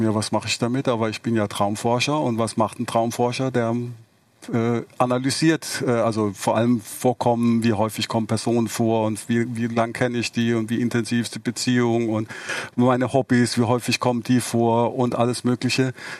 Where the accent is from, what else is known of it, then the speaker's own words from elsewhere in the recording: Baden-Württemberg, Germany; Ich bin ja im Raum Heidelberg aufgewachsen. und habe in Karlsruhe Elektrotechnik studiert und in Mannheim Psychologie